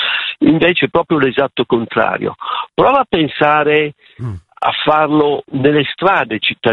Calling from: Milan, Lombardy, Italy; sono di Milano.

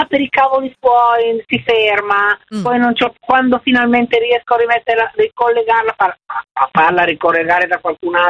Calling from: Milan, Lombardy, Italy; chiamo da Milano.

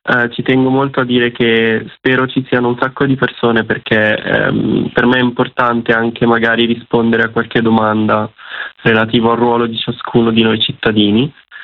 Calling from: Mariano Comense, Lombardy, Italy; sono un ragazzo di Mariano Comense.

